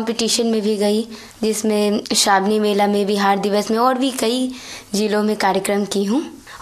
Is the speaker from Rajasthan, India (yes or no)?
no; Patna, Bihar, India; मैं पटना सिटी की रहने वाली हूँ।